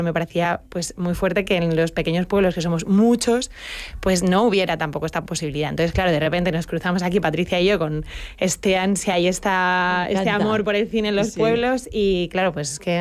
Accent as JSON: {"language": "Spanish", "town": "Fuentepelayo", "region": "Castile and León", "country": "Spain", "tie": "born or raised there", "said": "Soy de Fuente Pelayo."}